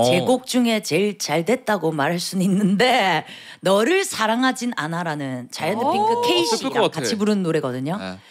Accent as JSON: {"language": "Korean", "region": "Busan", "country": "South Korea", "moved": "as an adult", "lives_now": "Seoul, South Korea", "said": "저 부산 사람이에요."}